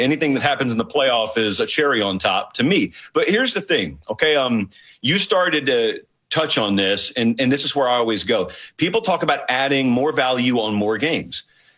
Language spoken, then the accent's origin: English; Deep South, United States; I grew up in the Deep South. Everybody down there thinks that Notre Dame is evil for not having ever joined a conference.